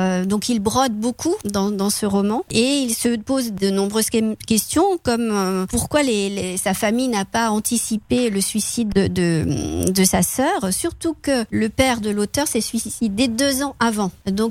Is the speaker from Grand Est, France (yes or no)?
yes; Charleville-Mézières, Grand Est, France; je suis originaire de Charleville